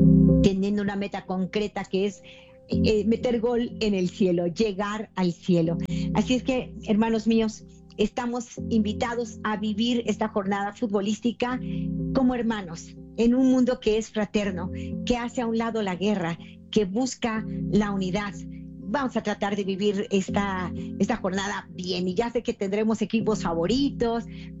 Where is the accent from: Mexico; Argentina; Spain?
Mexico; Nosotros obviamente como mexicanos queremos echarle porras a nuestro México